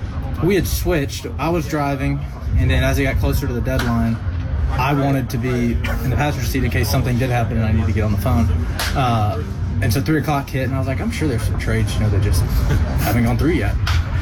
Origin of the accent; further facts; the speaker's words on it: East Coast, United States; moved away; I'm from the East Coast, so I like being on this time zone.